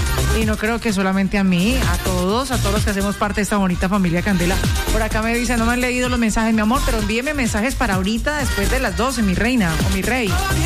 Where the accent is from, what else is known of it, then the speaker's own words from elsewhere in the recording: Colombia; muy de recordarle a la gente que como colombianos nos hemos unido, nos unimos en una sola voz.